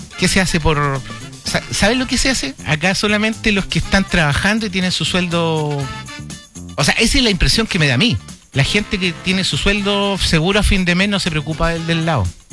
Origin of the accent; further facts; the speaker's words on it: Chile; como chileno, como gente de la región